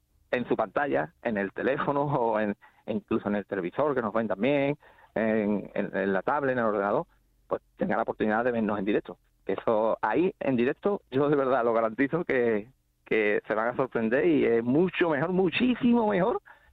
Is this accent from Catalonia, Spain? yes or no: no; Cádiz, Andalusia, Spain; como somos de Cádiz, estamos al lado